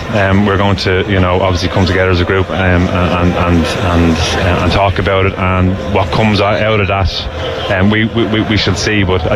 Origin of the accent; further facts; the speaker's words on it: Ireland; as an Irish person